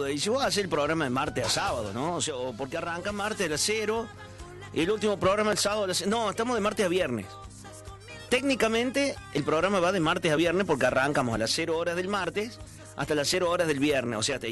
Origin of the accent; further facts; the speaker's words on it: Argentina; ¿Cómo somos nosotros los argentinos?